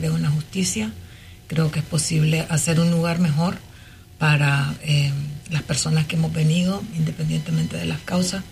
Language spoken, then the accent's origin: Spanish; Nicaragua; moved away as an adult; now in Wisconsin, United States; Soy nicaragüense.